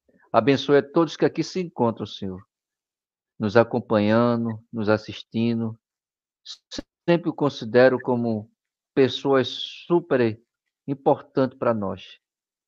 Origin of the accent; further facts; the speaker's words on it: Recife, Pernambuco, Brazil; sou de Recife, Pernambuco, Brasil.